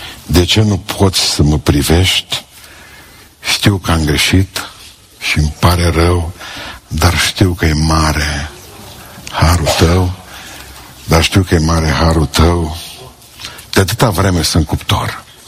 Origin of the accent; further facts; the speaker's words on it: Romania; moved away; la noi acasă, în sat, la mine, în Pântășești